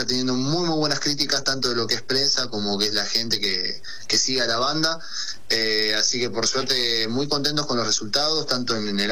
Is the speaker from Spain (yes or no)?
no; Argentina; nuestra realidad como argentinos